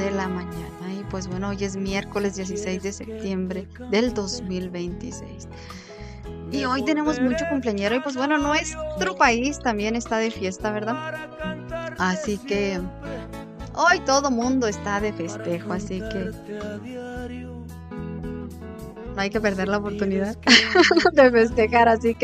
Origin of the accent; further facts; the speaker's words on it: Chihuahua, Mexico; now in United States; yo soy del estado de Chihuahua, ¿verdad? Y en allá, en mi tierra, pues no se usa.